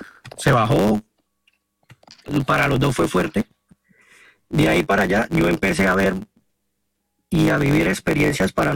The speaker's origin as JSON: {"language": "Spanish", "town": "Bucaramanga", "region": "Santander", "country": "Colombia", "said": "pues yo soy de aquí, de Bucaramanga. Hay un pueblo que queda cerca, que es de Lebrija."}